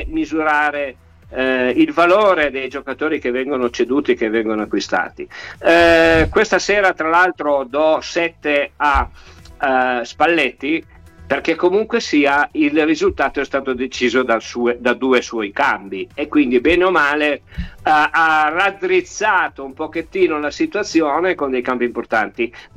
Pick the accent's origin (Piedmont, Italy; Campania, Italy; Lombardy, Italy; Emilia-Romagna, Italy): Piedmont, Italy; Turin; Io torinese come sono